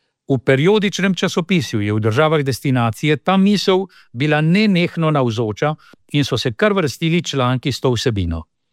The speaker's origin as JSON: {"language": "Slovenian", "country": "Argentina", "said": "Kot Slovenec iz Argentine in edini iz diaspore"}